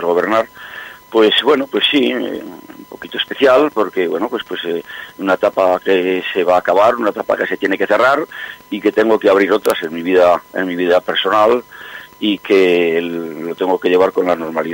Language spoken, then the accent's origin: Spanish; Villafeliche, Aragon, Spain; Yo estoy orgulloso de mi pueblo